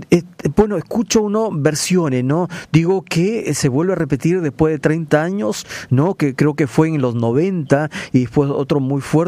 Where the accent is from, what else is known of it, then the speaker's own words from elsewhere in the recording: Peru; Yo soy peruano y en Perú también cada tanto hay un terremoto, no siempre, pero temblores permanentemente.